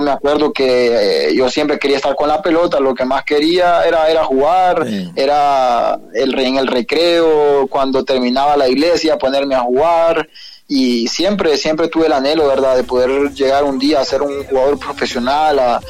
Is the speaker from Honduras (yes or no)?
yes; San Pedro Sula, Cortés, Honduras; now in Portugal; Bueno, vengo de Honduras. Yo soy hondureño, desde la ciudad de San Pedro Sula.